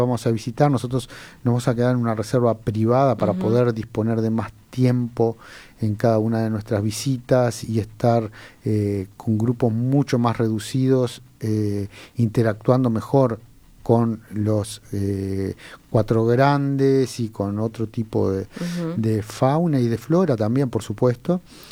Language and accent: Spanish; Uruguay